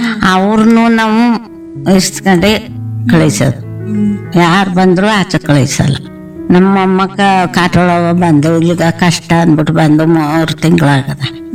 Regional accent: Dyalapura, Karnataka, India; ನಾವು ದ್ಯಾಲಪುರ ನಾಡಿ.

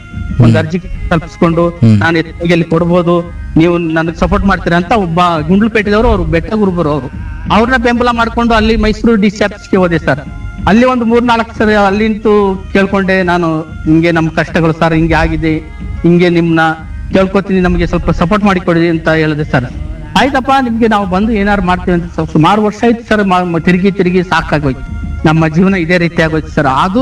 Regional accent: Karnataka, India; ನಾವು ಹುಟ್ಟಿ ಬೆಳೆದಿದ್ದು ನನಗೆ ಈಗ 40 ವರ್ಷ ಆಗಿದೆ ಸರ್ ನನ್ನ ವಯಸ್ಸು. 40 ವರ್ಷದಿಂದ ನಾನು ಅಲ್ಲಿದ್ದೀನಿ

